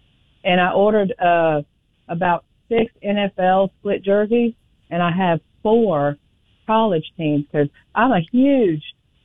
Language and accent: English; Nashville, Tennessee, United States; moved away as an adult; now in Alabama, United States; I'm from Nashville. I grew up there.